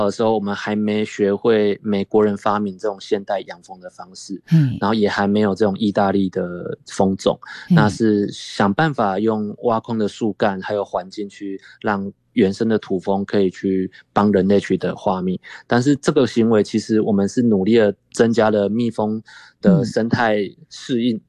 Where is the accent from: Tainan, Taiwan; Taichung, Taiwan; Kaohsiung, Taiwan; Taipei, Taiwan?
Tainan, Taiwan; 木炭也是我家乡很重要的产业之一。